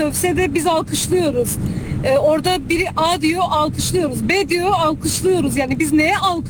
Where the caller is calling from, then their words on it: Batman, Batman Province, Turkey; ben Batman'dan.